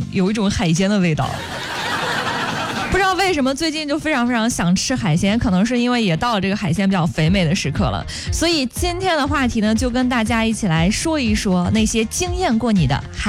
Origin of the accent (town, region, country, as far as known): Henan, China; born or raised there; moved away